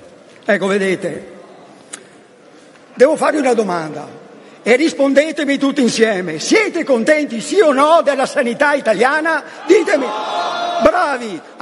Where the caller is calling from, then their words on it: Veneto, Italy; io vengo dal Veneto